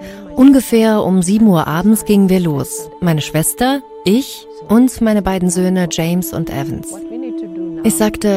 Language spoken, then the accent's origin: German; Mombasa, Mombasa County, Kenya; Offiziell haben wir in Kenia 82% Christen. Ich bin in Mombasa aufgewachsen und wir haben immer problemlos mit den Muslimen zusammengelebt.